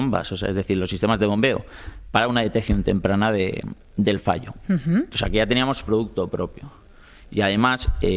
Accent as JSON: {"language": "Spanish", "region": "Basque Country", "country": "Spain", "said": "Claro, o sea, somos vascos, vascos, ¿eh?"}